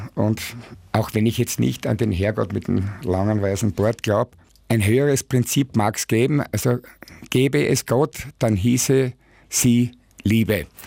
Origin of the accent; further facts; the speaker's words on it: Austria; weil ich gesagt habe, bei uns in Österreich, da wird gejammert.